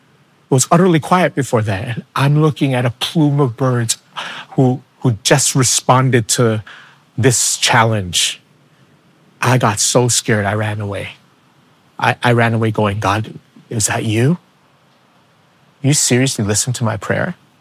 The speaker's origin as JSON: {"language": "English", "town": "New York City", "region": "New York", "country": "United States", "said": "I'm from the Bronx"}